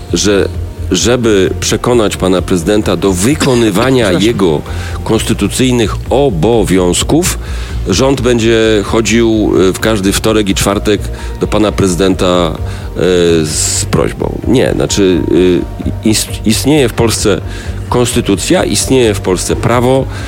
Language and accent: Polish; Poznań, Greater Poland Voivodeship, Poland; Ja jestem z Poznania, nie z Krakowa